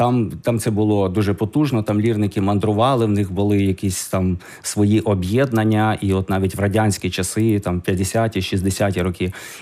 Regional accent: Kovel, Volyn Oblast, Ukraine; born there; Але мені ще було цікаво, що я сам я народився в Ковелі.

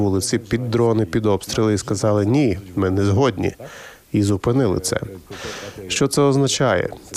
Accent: Poland; Ukrainian is a second language; Європі Україна потрібна навіть більше, ніж Україні Європа. І це я кажу як поляк.

